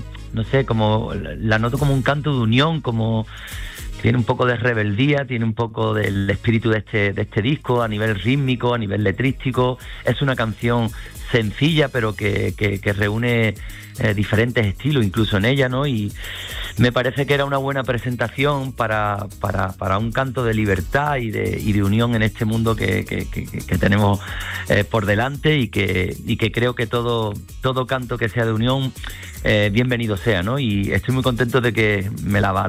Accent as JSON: {"language": "Spanish", "region": "Andalusia", "country": "Spain", "said": "Andalucía en particular, que es mi tierra, a la que quiero y a la que me siento tan unido"}